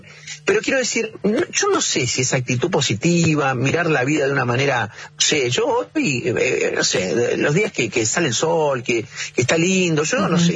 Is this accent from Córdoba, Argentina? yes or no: yes; Córdoba, Argentina; born there; En la ciudad de Córdoba.